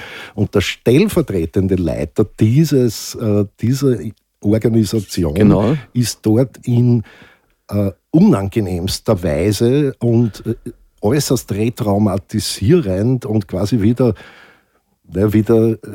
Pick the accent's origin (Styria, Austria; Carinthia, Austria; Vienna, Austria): Carinthia, Austria; ich bin ja selber Kärntner Slowenien.